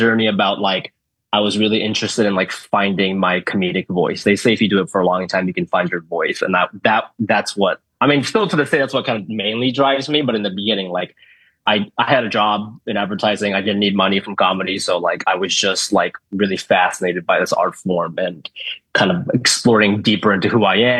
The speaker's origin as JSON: {"language": "English", "town": "Hilliard", "region": "Ohio", "country": "United States", "tie": "born or raised there", "moved": "as an adult", "said": "growing up in Hilliard"}